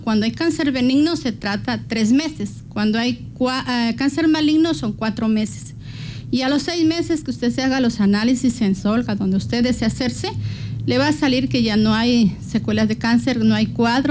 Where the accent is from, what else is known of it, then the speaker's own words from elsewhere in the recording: Putumayo, Colombia; moved away as an adult; now in Santo Domingo, Ecuador; En Colombia, cuando yo vivía allá, yo soy de la Amazonía, del Putumayo